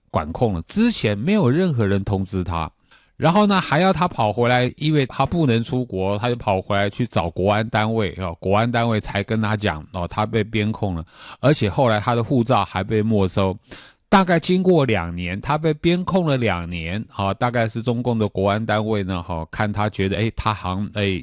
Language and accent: Chinese; Taiwan